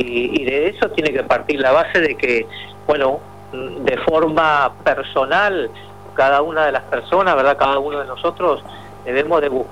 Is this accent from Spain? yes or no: no; Uruguay; nosotros como uruguayos somos de razonar todas las cosas